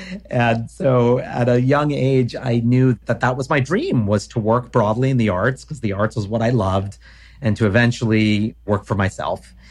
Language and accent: English; New York City, New York, United States; Yeah, I was born here in New York City, and we grew up on 12th Street on the outskirts of the East Village.